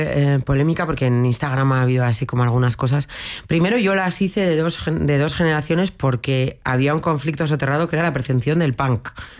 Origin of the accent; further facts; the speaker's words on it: Bilbao, Basque Country, Spain; Y en esto igual soy un poco vasca de siglo XX.